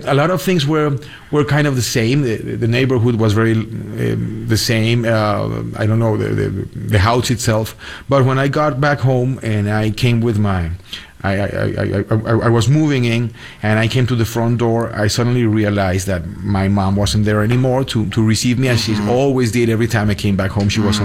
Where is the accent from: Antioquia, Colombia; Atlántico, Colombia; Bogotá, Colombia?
Bogotá, Colombia; Bogota; my hometown, a place that, as many of our Latin capitals, is really complicated, it's really tough